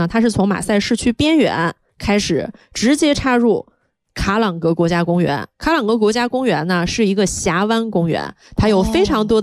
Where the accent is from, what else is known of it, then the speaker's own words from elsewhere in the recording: China; 对我们中国人来说